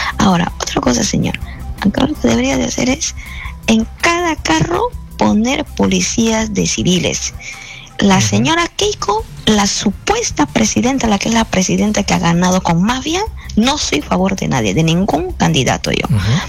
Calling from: Lima, Peru

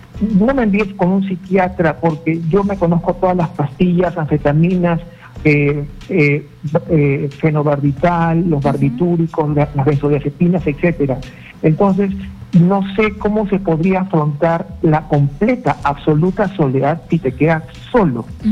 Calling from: Lima, Peru; Carla, yo te estoy llamando desde Surco, límite con Miraflores.

